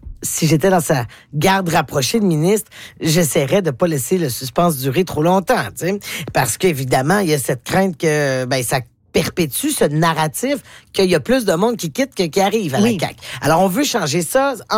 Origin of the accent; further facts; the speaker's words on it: Quebec, Canada; Voilà, je suis de la Chaudière.